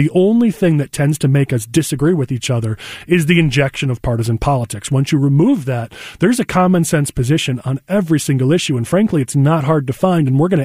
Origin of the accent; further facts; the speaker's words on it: Palatine, Illinois, United States; also born or lived in Batavia; Yeah, so born in Batavia, my family moved to the northwest suburbs, and I grew up in Palatine, spent a little time in Lake Zurich and Hawthorne Woods as well, but grew up in Palatine